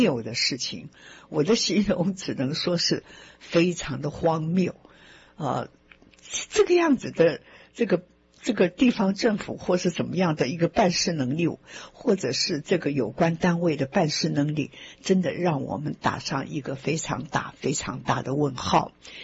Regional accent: Taiwan; 我们台湾人说度丢就是你碰到了这个事情了

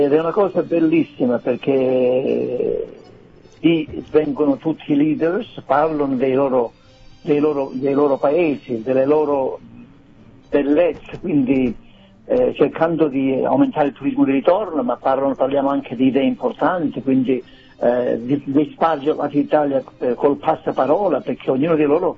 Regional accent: Isca sullo Ionio, Calabria, Italy; Mi sono goduto il mio paese, Ischia sul Ionio, dove ho una casa che io ho costruito quando ho fatto il muratore dai 13 ai 17 anni, per me è un piccolo monumento.

